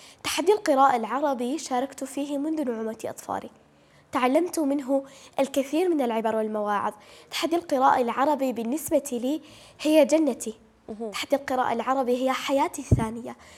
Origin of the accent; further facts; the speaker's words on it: Syria; فكتاب أنا سوري جاء نتيجة حبي للوطن. جاء نتيجة حبي لسوريا. أنا أعشق دمشق أكثر من نزار قباني.